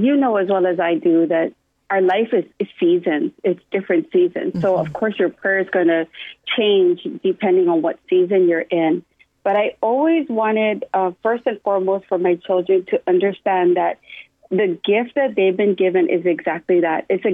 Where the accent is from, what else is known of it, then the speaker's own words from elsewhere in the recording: Hawaii, United States; I'm from Wamnala, born and raised, so that song is very dear to me.